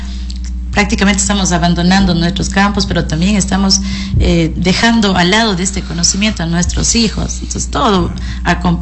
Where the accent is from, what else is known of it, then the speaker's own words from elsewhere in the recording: Morona Santiago, Ecuador; moved away; Yo soy del Cantón Santiago, prácticamente de la ruralidad. Mi comunidad es Chupianza Chico, una de las más pequeñas.